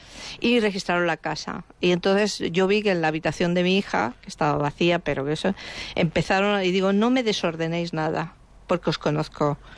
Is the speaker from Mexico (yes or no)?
no; Spain; moved away; yo soy también española